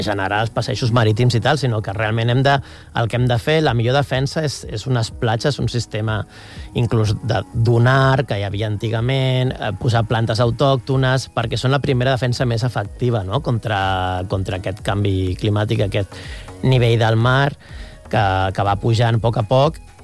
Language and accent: Catalan; Catalonia, Spain; jo que sóc del Maresme